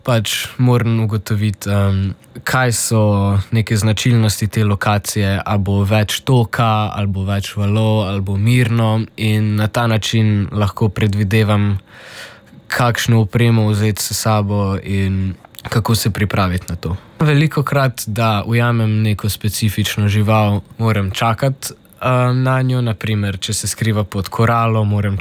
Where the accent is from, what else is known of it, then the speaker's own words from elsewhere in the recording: Celje, Savinja, Slovenia; Ja, se pravi, z družino smo originalno iz Celja. V Umagu na Hrvaškem imamo potapljaški center, kjer delamo poleti, ko je sezona.